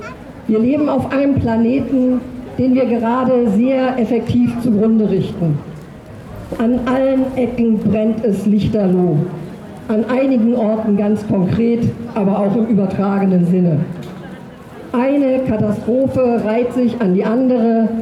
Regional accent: Berlin, Germany; born there; ich bin geboren in Berlin.

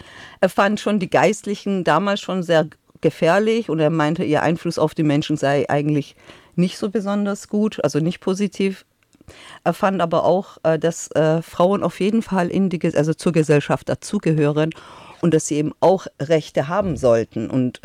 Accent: Tehran, Tehran Province, Iran; Ich bin im Kind, also als Kind aufgewachsen im Iran. Meine Kindheit war eigentlich eine sehr schöne Kindheit. Also ich bin in der Hauptstadt geboren.

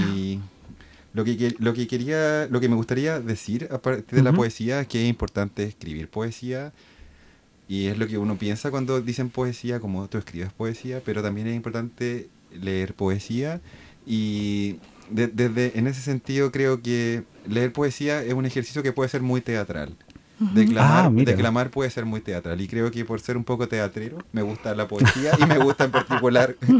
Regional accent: Santiago, Santiago Metropolitan Region, Chile; moved away as an adult; now in Tübingen, Germany; yo vengo de Santiago, Santiago de Chile. Llegué hace 2 años y medio acá a trabajar en mi tesis de doctorado en la clínica en Tübingen. Al principio me sentí muy extranjero, viniendo de una ciudad muy grande

